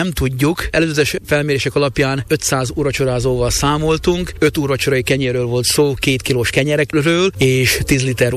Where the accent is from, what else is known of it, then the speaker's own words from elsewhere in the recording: Bátorove Kosihy, Nitra Region, Slovakia; És ezt jó megélni Bátorkesziként, jó megélni reformátusként, jó megélni ezt Bátorkeszi református magyarként, és jó ezt megélni Komáromi egyházmegye egyik gyülekezeti tagjaként.